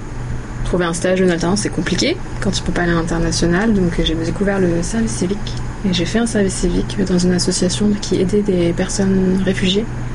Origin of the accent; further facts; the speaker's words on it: Île-de-France, France; J'ai grandi en région parisienne.